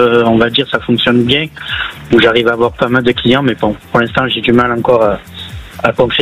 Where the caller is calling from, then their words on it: Pamiers, Occitanie, France; je vous appelle de Pamiers.